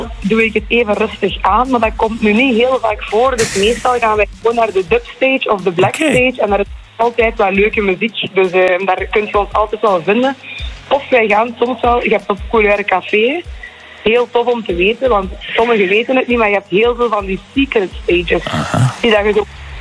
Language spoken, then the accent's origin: Dutch; Flanders, Belgium; moved away as an adult; now in Brussels, Belgium; ik ben afkomstig van Kampen Gent en ik ben toen naar Brussel gegaan om te studeren.